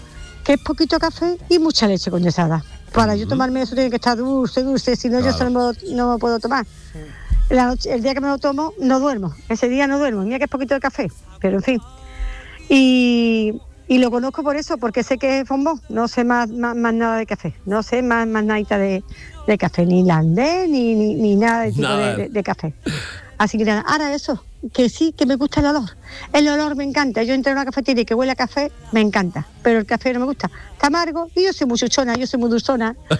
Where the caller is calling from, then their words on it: Carmona, Andalusia, Spain; de Carmona.